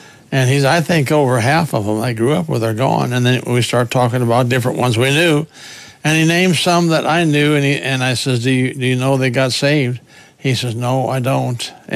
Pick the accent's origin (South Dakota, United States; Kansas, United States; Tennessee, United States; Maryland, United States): South Dakota, United States; now in Texas, United States; On the broadcast today, I'll mention my home state, and that is South Dakota. And I use, when I pass out tracts here in Texas, I use the tract that I put together in South Dakota over 40 years ago.